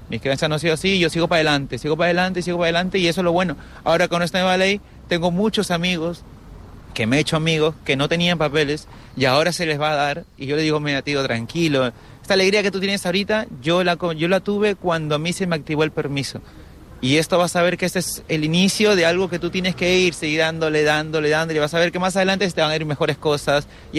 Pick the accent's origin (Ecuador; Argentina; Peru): Peru; moved away as an adult; now in Las Palmas de Gran Canaria, Spain; Yo soy peruano